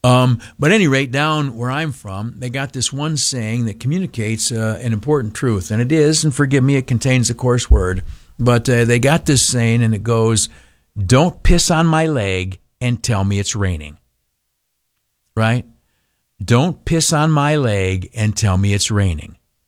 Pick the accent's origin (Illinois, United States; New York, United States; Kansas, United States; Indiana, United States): New York, United States; now in Capital Region, New York, United States; I grew up in the Southern Tier, where people are somewhat coarser than maybe you find folks up here in the Capital Region.